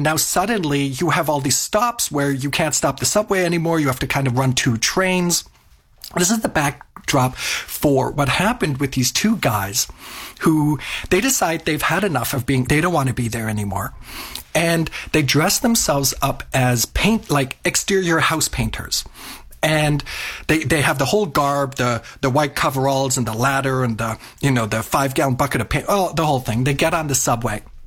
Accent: Toronto, Ontario, Canada; moved away as an adult; also born or lived in Germany; And then I grew up in Toronto for the next 15 years. And then I finished university and I was, I needed to take a break.

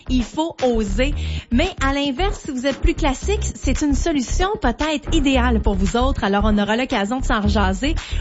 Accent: Quebec, Canada; ils vont venir faire un tour encore chez nous au Québec.

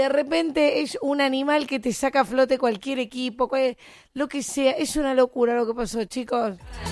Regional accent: Argentina; si sos argentino tenés que sufrir

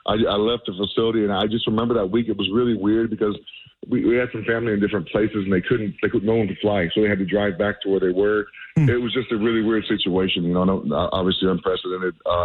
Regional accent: New Mexico, United States; moved away; I grew up in New Mexico.

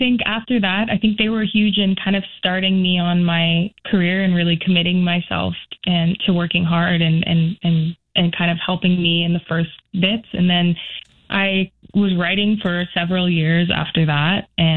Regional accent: British Columbia, Canada; moved away; I think, you know, just being in the amount of immense nature and everything in Vancouver Island has been so special to me and such a huge part of my childhood.

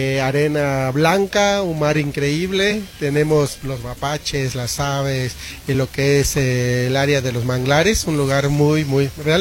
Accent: Celestún, Yucatán, Mexico; Vengo realmente de un municipio que se llama Celestún.

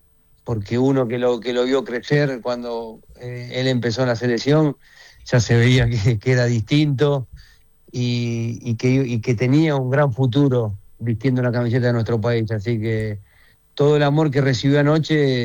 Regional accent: Argentina; lo que creo que soñaba él en primera persona y después soñábamos todos nosotros como argentinos.

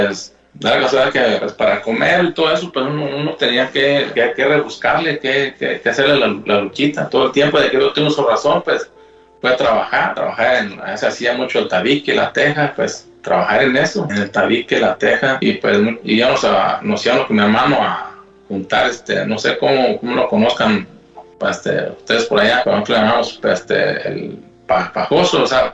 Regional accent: Huetamo, Michoacán, Mexico; Yo soy de Michoacán, de un pueblo que se llama Huetamo. Pues como toda niñez, es un rancho. Bueno, no sé, te digas un pueblo, un rancho.

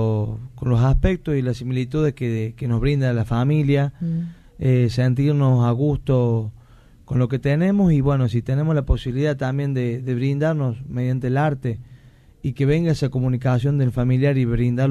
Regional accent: Argentina; después de salir del Colegio Sarmiento, donde soy de Barrio San Vicente.

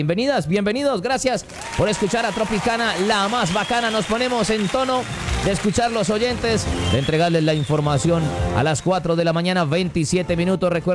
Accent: Colombia

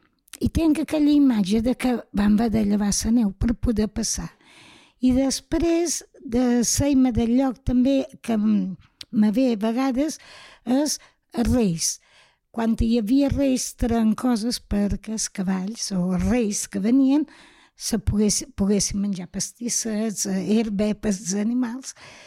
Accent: Ferreries, Balearic Islands, Spain; Jo vaig néixer a Ferreries, tot i que nosaltres, bueno, mon pare i ma mare, estaven a un lloc que es deia una foradada, o es diu una foradada, anant cap a migjorn.

